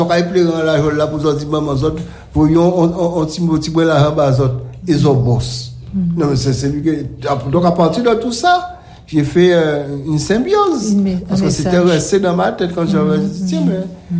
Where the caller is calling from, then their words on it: Pointe-à-Pitre, Guadeloupe; comme j'habite à Pointe-à-Pitre.